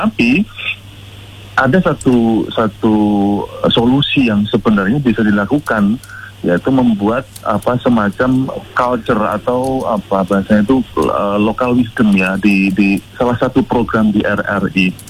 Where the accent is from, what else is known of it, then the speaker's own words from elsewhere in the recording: Yogyakarta, Special Region of Yogyakarta, Indonesia; Yang pertama itu secara umum ya, karena saya dari Jogja ya